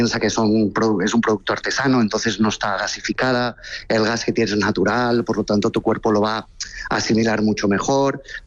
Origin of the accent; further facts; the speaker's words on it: Valencian Community, Spain; A ver, nosotros de momento somos valencianos y queríamos que tuviera un toque muy mediterráneo